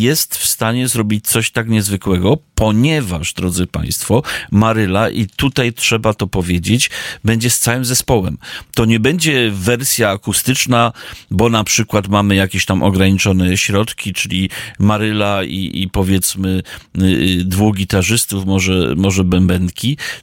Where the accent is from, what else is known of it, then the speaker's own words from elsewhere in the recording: Żory, Silesian Voivodeship, Poland; also born or lived in Rybnik; ja jestem z Żor, a z Rybnikiem mam bardzo miłe wspomnienia, bo chodziłem tam do szkoły muzycznej.